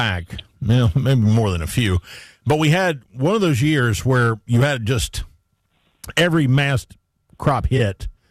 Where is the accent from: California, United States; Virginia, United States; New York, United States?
Virginia, United States; when I was growing up in Virginia, their season always opened on September 15th.